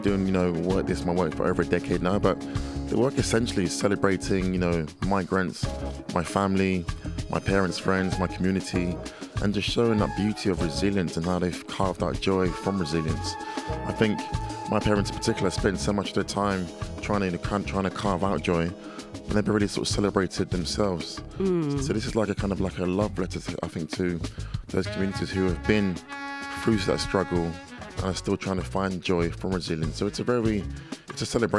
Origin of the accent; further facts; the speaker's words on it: London, United Kingdom; I grew up in North London in a big council estate